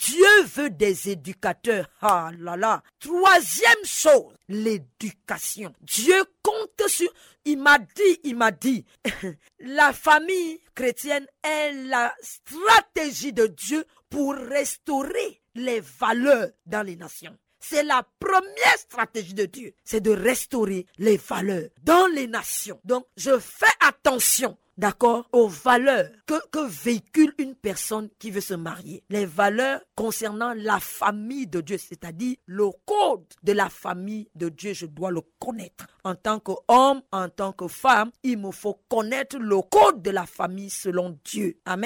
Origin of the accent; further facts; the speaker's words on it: Gabon; est récurrent au Gabon chez moi? On a eu cela.